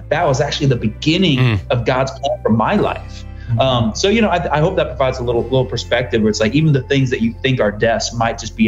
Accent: Rhode Island, United States; we planted a church in Rhode Island when I was, which is where I'm from Rhode Island.

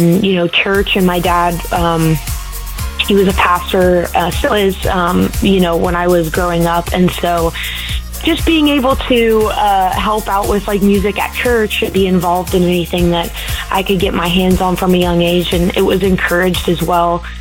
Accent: Chillicothe, Ohio, United States; I grew up mainly in Chillicothe. I went to school in Waverly, but kind of in the middle of both of those cities.

